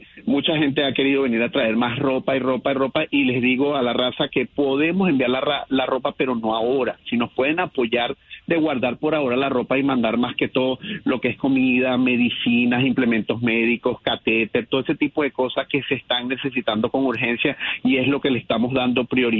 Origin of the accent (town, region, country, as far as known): Venezuela